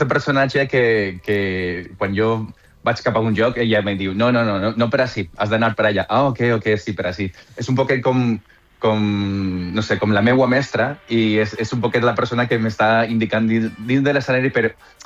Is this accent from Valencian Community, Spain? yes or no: yes; Alicante, Valencian Community, Spain; jo soc alacantí.